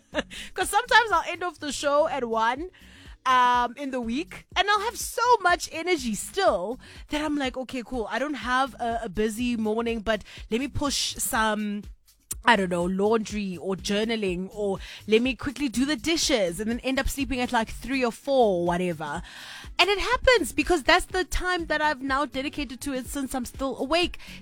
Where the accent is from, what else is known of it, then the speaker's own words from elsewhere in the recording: South Africa; being a South African